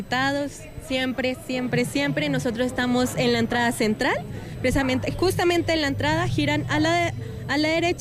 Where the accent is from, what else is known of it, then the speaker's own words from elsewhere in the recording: Ramiriquí, Boyacá, Colombia; Nosotros somos de Ramiriquí, Boyacá.